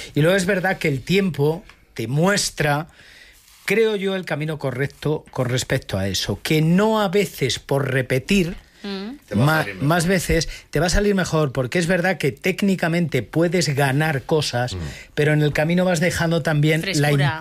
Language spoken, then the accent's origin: Spanish; Montiel, Castilla-La Mancha, Spain; now in Madrid, Spain; cuando salí de Montiel, mi pueblo